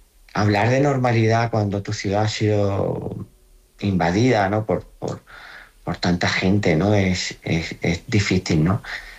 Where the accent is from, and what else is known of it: Spain